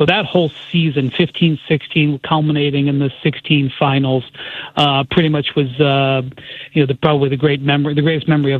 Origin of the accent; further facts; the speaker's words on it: Ohio, United States; Obviously, I'm from Northeast Ohio, and I had covered, you know, the primary part of LeBron's career to that point